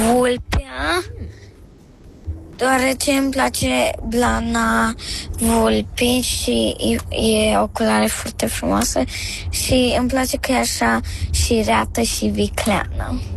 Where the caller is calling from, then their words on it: Bucharest, Romania; din București. Am 9 ani